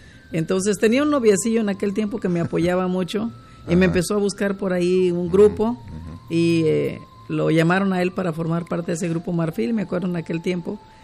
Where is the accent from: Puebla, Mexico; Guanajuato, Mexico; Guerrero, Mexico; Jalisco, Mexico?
Guerrero, Mexico; moved away; Yo soy de Guerrero